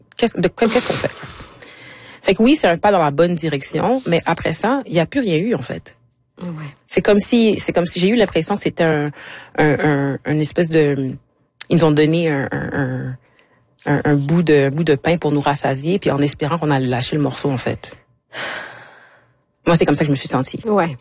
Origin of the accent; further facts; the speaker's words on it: Quebec, Canada; born there; Moi je suis établie ici, je suis née au Québec. C'est ma maison, c'est mon pays.